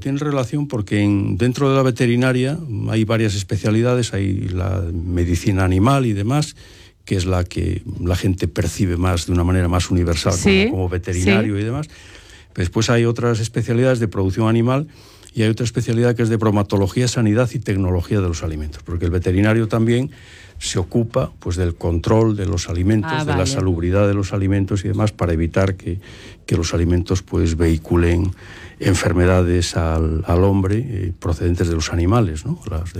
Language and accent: Spanish; Parada de Sil, Galicia, Spain; el apego que le tengo a mi tierra, ¿no? A Parada de Sil en concreto, y bueno, y más en concreto todavía a los pueblos, a las aldeas, a los lugares donde vivieron mis antepasados